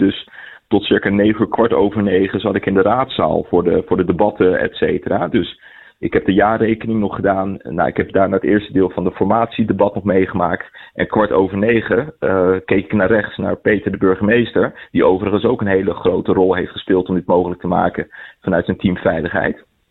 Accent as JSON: {"language": "Dutch", "town": "Leiden", "region": "South Holland", "country": "Netherlands", "said": "Ik ben ook gewoon een Leidenaar."}